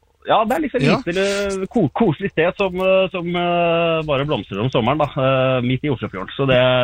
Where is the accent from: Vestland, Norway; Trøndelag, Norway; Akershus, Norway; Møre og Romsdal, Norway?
Akershus, Norway; Røyken; jeg er egentlig fra Røyken